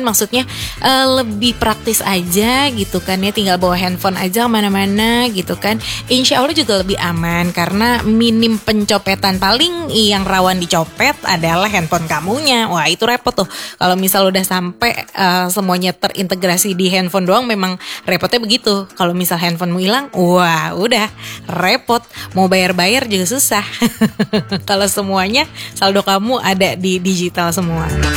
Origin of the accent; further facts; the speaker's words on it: Jakarta, Indonesia; Dan apalagi di Jakarta gitu ya, aku kan dari Jakarta gitu.